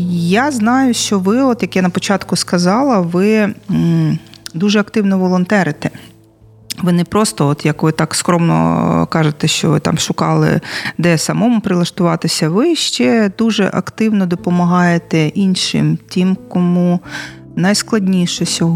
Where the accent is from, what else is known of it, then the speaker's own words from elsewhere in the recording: Odesa, Odesa Oblast, Ukraine; я сама народилася в Одесі